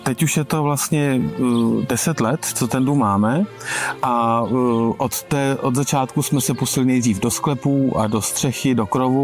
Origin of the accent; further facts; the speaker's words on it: Úterý, Plzeň Region, Czechia; Když někde řeknu, že jsem z Úterý, tak se mě každý ptá, co to je, kde to je.